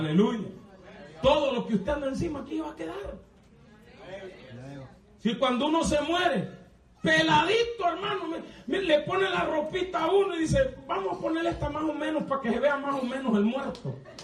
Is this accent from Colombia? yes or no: no; Honduras; moved away as an adult; also born or lived in Los Angeles, California; now in United States; Cuando yo estaba en mi país, Honduras